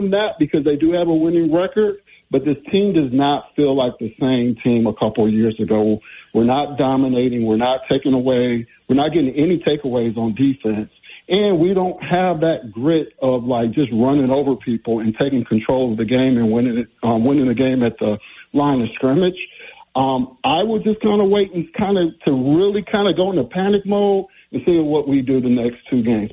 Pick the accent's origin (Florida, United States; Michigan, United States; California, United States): Michigan, United States; Detroit; now in Texas, United States; I'm calling from Texas. I'm born and raised in Detroit